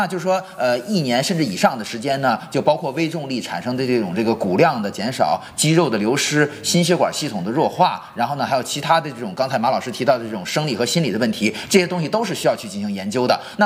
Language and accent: Chinese; China; 我们中国人也会远征火星